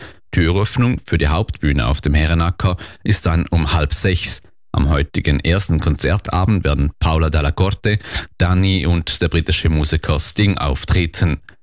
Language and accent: German; Switzerland; was mir das jetzt als Schweizer Fußballfan noch soll bringen soll